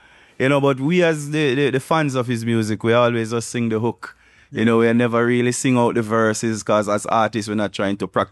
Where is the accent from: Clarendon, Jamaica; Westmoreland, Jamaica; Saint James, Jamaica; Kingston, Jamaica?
Westmoreland, Jamaica; And I would give some credit to … same way, because I'm from Westmoreland, you know, and if you have an artist close to you, you actually have to look up to the one close by, you know.